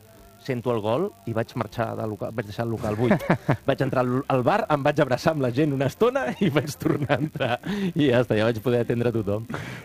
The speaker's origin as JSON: {"language": "Catalan", "town": "Manresa", "region": "Catalonia", "country": "Spain", "said": "He treballat molt a Manresa, en el món de l'hostaleria, que jo sóc de Manresa"}